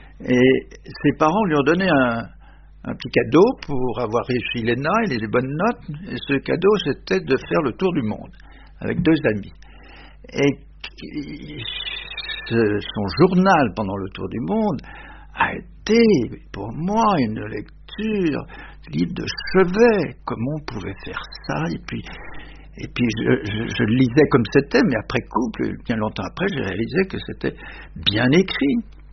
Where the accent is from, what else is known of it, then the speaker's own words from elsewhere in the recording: Lyon, Auvergne-Rhône-Alpes, France; born there; je suis né le 24 juin 1923, il y a donc très longtemps, et je suis né dans la banlieue de Lyon